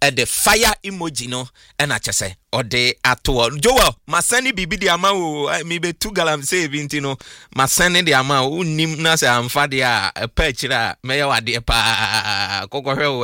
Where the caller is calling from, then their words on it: Winneba, Central Region, Ghana; I was from Winneba, listening to you live.